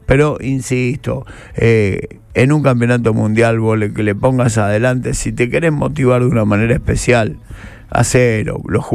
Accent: Argentina; pues somos argentinos.

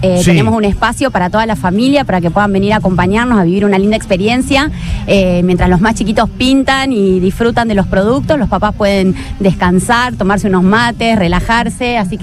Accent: Rosario, Santa Fe, Argentina; porque bueno, somos orgullosamente rosarinos.

